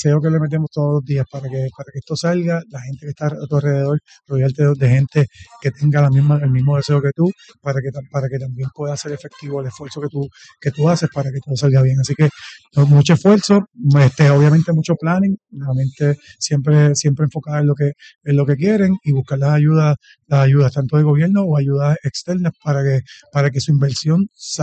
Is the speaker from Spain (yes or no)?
no; Aibonito, Puerto Rico; Somos de Ibonito casi todos los que trabajamos allí.